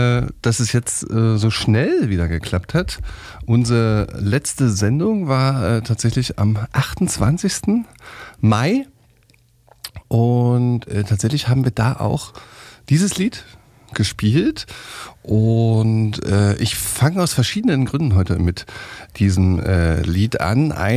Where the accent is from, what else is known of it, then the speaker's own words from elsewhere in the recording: Frankfurt, Brandenburg, Germany; Ich komme gerade aus ja quasi meiner Heimatstadt, die Stadt, wo meine Mutter gelebt hat, Frankfurt-Oder.